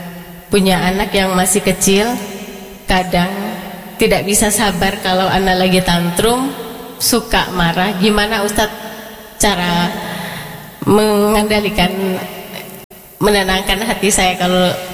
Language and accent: Indonesian; Lampung, Indonesia; Saya dari Lampung, kami dari Lampung Tengah.